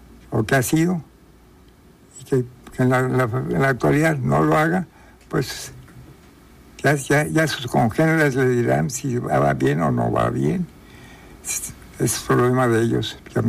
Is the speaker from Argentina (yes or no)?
no; Mexico